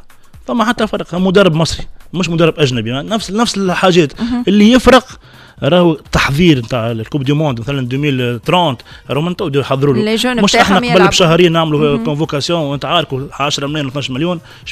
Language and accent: Arabic; Tunisia